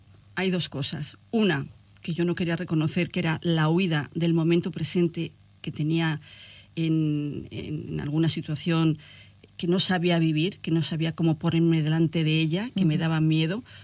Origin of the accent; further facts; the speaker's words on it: Madrid, Community of Madrid, Spain; born there; Sí, bueno, yo nací en Madrid, pero la verdad es que podía haber nacido en cualquier otra parte.